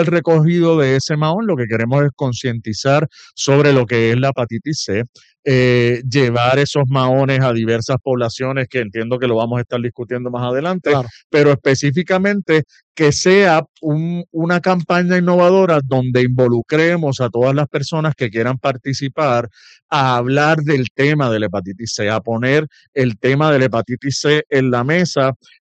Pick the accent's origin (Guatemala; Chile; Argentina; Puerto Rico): Puerto Rico; Bayamón; soy primeramente puertorriqueño, de Bayamón